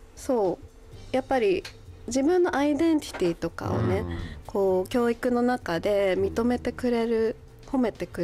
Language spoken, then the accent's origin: Japanese; Sendai, Miyagi, Japan; もともと私は仙台出身でして